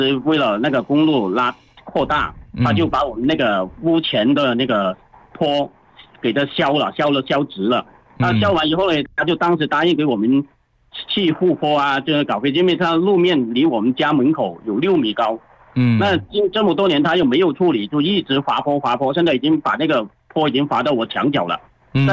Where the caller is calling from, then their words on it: Meizhou, Guangdong, China; 我在广东省梅州市五华县双华镇。